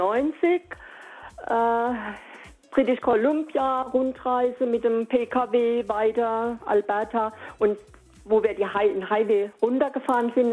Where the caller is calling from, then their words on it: Keutschach, Carinthia, Austria; ich bin aus Kreuzschach, nicht aus Reifnitz.